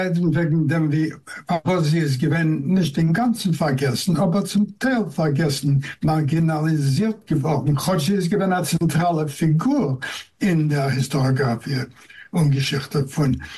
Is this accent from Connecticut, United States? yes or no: yes; New Haven, Connecticut, United States; also born or lived in Bridgeport; Ich bin aber geboren geworden in Bridgeport, Connecticut. Ich bin von New Haven.